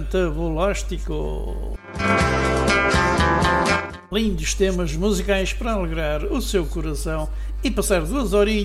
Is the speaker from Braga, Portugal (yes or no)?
no; Costa da Caparica, Setúbal, Portugal; por que não falar da minha terra, a costa de Caparica, à beira-mar plantada